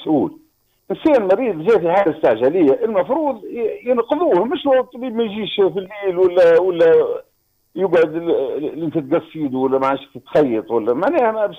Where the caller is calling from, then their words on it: Oum El Araies, Gafsa Governorate, Tunisia; من ام العرايس.